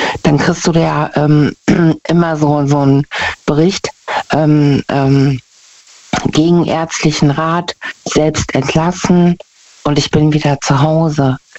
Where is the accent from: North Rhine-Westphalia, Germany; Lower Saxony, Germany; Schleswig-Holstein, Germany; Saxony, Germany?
North Rhine-Westphalia, Germany; Aus der Nähe von Bonn.